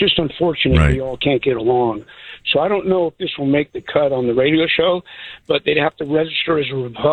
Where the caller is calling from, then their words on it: California, United States; And I live in California.